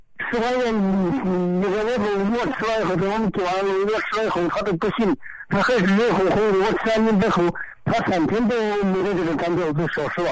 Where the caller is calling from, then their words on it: Baokang, Hubei, China; 我是湖北保康县芝麻镇杨坡村